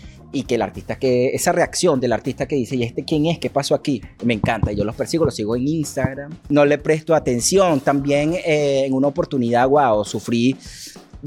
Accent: Venezuela; En ese momento había una situación en mi país, Venezuela, muy fuerte, de un cambio de transición

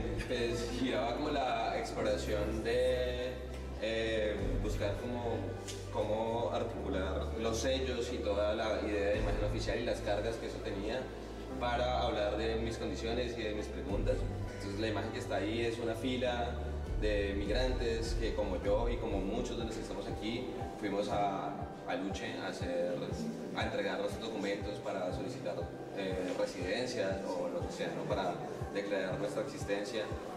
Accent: Colombia; soy colombiano y estoy aquí hace unos 4 años

